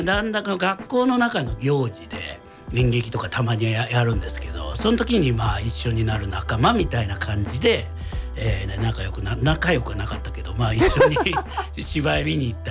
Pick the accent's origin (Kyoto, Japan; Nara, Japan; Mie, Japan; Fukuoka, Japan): Nara, Japan; moved away as an adult; 僕の奈良出身なんですけど、